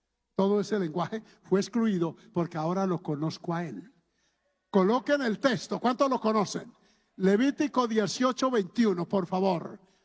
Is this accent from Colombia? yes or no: yes; Antioquia, Colombia; yo soy de origen paisa y en Antioquia se usa mucho el mi Diosito bendito.